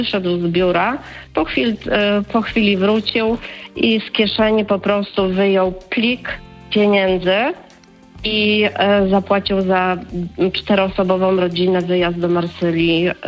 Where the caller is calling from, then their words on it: Opole, Opole Voivodeship, Poland; ja dzwonię z Opola